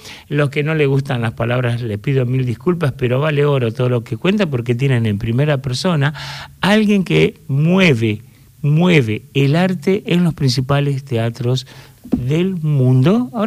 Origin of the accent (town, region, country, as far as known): Argentina